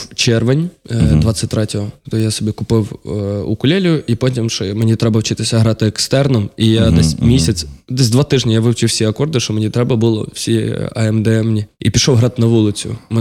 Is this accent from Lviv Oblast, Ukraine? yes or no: yes; Boryslav, Lviv Oblast, Ukraine; я родом з Борислава.